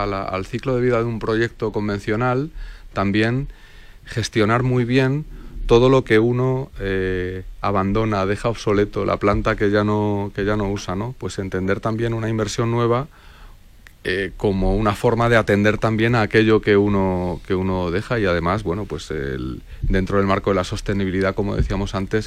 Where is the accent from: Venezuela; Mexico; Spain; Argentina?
Spain; Puertollano, Castilla-La Mancha; Sines en Portugal y Puerto Llano, que creo que es el que me he dejado, que es de donde yo vengo